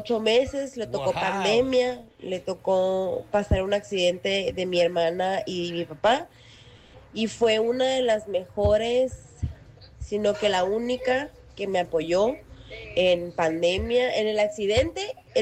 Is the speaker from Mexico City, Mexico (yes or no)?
no; Sonora, Mexico; Se vino de Sonora, yo soy de Sonora.